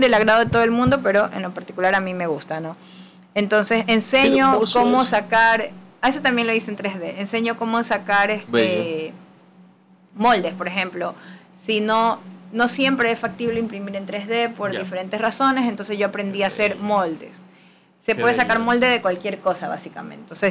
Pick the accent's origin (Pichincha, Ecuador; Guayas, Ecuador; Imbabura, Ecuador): Guayas, Ecuador; Milagro; yo soy de Milagro, de la ciudad de Milagro, donde es el lugar de las plantas, digo yo.